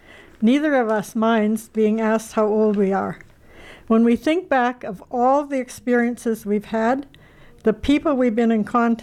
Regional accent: Saskatchewan, Canada; Well, I grew up back in the sticks. There were 8 school districts and no town.

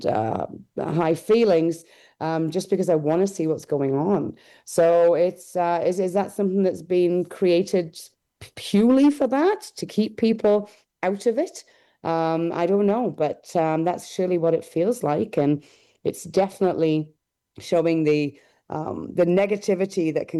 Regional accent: Hartlepool, North East England, United Kingdom; now in Saskatoon, Canada; my hometown, Hartlepool, was a big receiver of funds from Europe.

